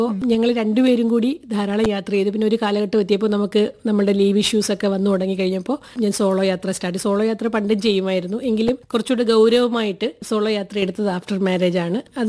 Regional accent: Thengamam, Kerala, India; അടൂരിനടുത്തുള്ള തെങ്ങമോ എന്ന് പറയുന്ന ഒരു ചെറിയ ഗ്രാമമാണ്.

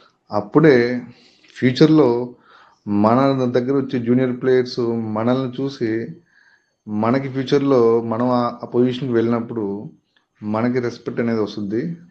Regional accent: Nellore district, Andhra Pradesh, India; moved away as an adult; now in Visakhapatnam, India; My native Nellore district, Kondapuram మండలం, కుమ్మి village.

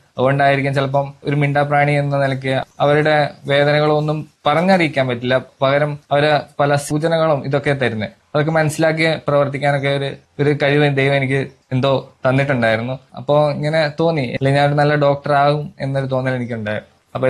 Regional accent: Kerala, India; born there; ഞാൻ 8-ാം ക്ലാസ് വരെ Kottoor little flower സ്കൂളിലാണ് പഠിച്ചത്.

